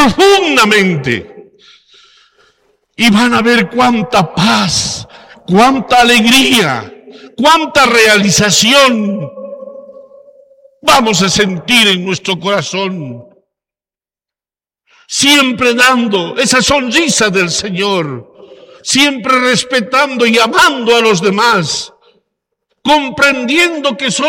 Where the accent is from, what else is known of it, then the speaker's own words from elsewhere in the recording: La Paz, Bolivia; Estamos invitados como buenos franciscanos, como buenos paseños, como buenos bolivianos